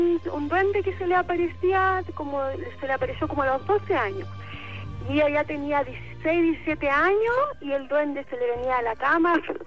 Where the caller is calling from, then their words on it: Coronel, Biobío, Chile; Yo soy de Coronel.